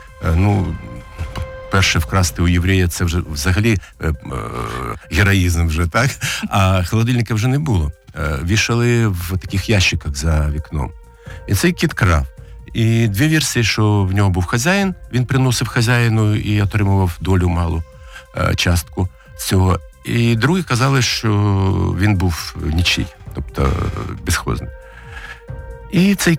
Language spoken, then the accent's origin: Ukrainian; Vinnytsia, Vinnytsia Oblast, Ukraine; я взагалі корінний вінничанин, і, знаєте, є така ностальгія за старою Вінницею.